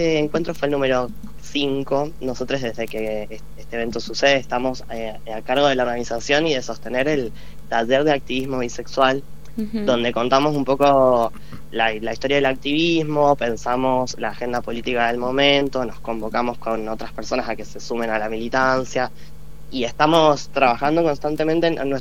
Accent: Mendoza, Argentina; moved away as an adult; soy de acá, viví en Mendoza hasta los 18 años y tengo 27.

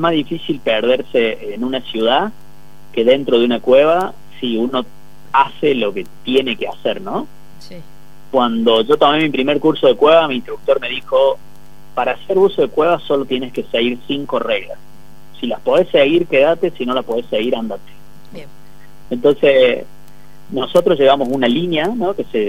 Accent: Córdoba, Argentina; accent: cordobés; No de Córdoba capital, pero soy de un pueblito de Córdoba.

